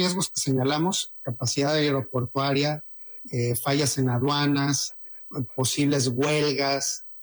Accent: Mexico; A mí como mexicano me gustaría que fuera México.

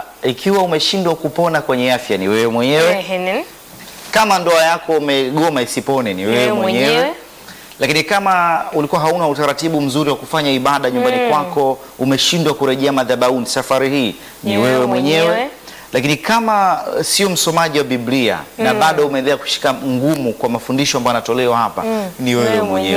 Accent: Songea, Ruvuma, Tanzania; moved away; kule nyumbani kwetu Songea, kule Mbali Mbinga

